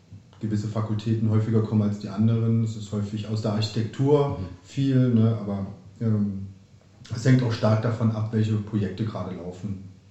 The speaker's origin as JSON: {"language": "German", "town": "Weimar", "region": "Thuringia", "country": "Germany", "tie": "born or raised there", "said": "ich bin direkt gebürtig aus Weimar"}